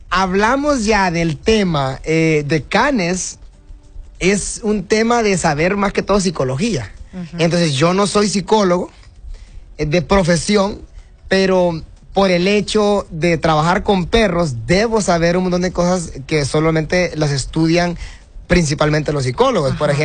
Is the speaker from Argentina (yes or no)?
no; Honduras; evidentemente como hondureños